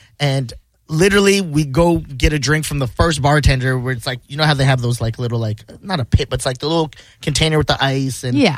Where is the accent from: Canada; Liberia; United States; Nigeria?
Canada; And then they go, where are you from? I go, Canada.